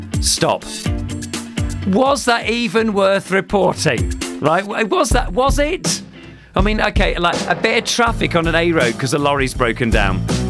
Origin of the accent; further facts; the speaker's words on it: Norwich, East of England, United Kingdom; but we go back to my hometown of Norwich. Not a lot goes on there, it must be said.